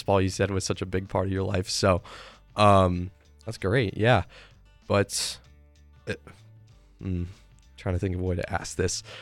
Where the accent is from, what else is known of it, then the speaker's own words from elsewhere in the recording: Colorado, United States; I'm from Colorado, so I'll support Colorado baseball.